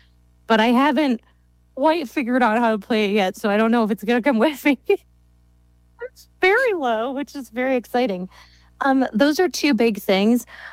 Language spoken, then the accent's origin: English; Minnesota, United States; now in Brooklyn, United States; I grew up in Minnesota, which I also love